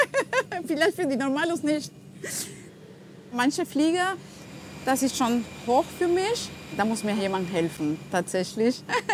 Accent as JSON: {"language": "German", "country": "Argentina", "moved": "as an adult", "lives_now": "Germany", "said": "Ich bin aus Argentinien. Ich habe Urlaub hier gemacht und dann habe ich meinen Mann kennengelernt. Und ja, dann waren wir zusammen und nach ein paar Jahren haben wir geheiratet und seitdem leben wir hier."}